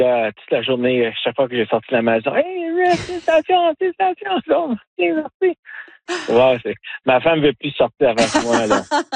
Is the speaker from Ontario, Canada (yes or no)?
yes; Timmins, Ontario, Canada; parce que je viens de Timmins.